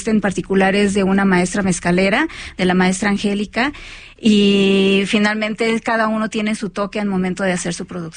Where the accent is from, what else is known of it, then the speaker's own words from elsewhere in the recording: Mexico; Y es conservar como mexicanos esta parte de que pues el mezcal nos da a conocer en otros lados, ¿no?